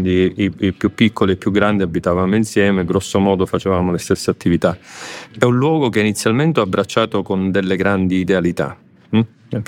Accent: San Giovanni Gemini, Sicily, Italy; now in Rome, Italy; io nasco a San Giovanni Gemini, che è un paese nell'entroterra agrigentino, a metà strada tra Agrigento e Palermo, quindi proprio a metà, da una famiglia semplicissima.

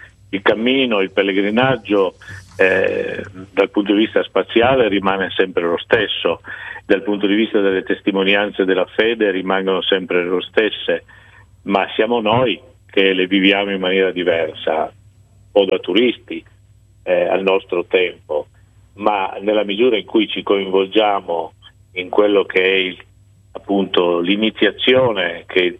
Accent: Pordenone, Friuli-Venezia Giulia, Italy; io sono di Pordenone.

